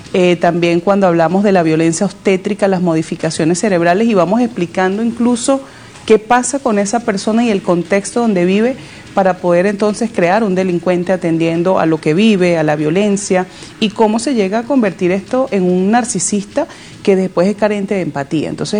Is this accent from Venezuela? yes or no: yes; Venezuela